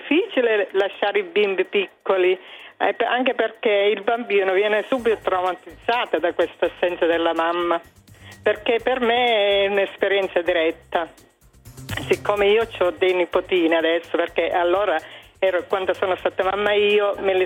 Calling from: Frankfurt, Hesse, Germany; io chiamo da Francoforte in Germania.

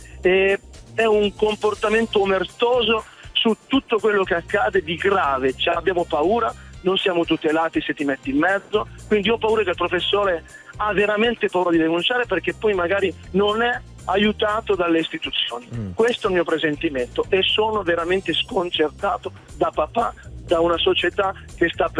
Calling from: Reggio Emilia, Emilia-Romagna, Italy; Io chiamo da Reggio Emilia, non molto lontano da Parma, siamo a due passi da lì.

